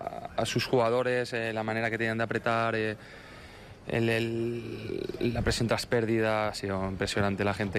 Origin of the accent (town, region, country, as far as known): Spain